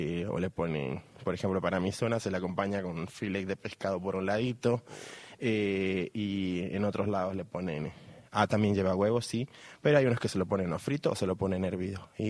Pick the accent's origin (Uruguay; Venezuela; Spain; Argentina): Venezuela; moved away